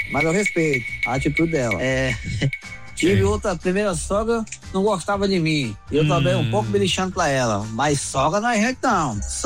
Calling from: Serra, Espírito Santo, Brazil; Eu falo aqui de Vitória do Espírito Santo, Serra.

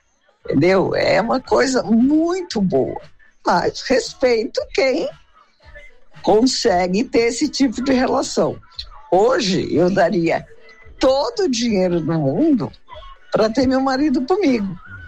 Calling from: São Caetano do Sul, São Paulo, Brazil; sou de São Caetano.

